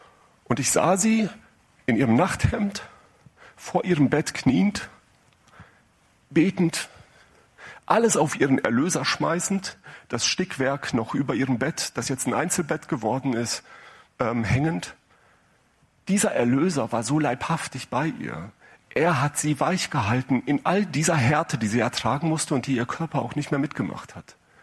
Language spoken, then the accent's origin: German; Leopoldshöhe, North Rhine-Westphalia, Germany; Und ich weiß noch, wie wir nach Hause fuhren von der Schule, das ist bei uns in Leopoldshöhe so ein Schulzentrum. Und dann ist es so, er musste dann immer noch mal weiter geradeaus fahren Richtung Nienhagen. Und bei mir war es dann so, dass ich dann links abbog, nach Schuckenbaum rein.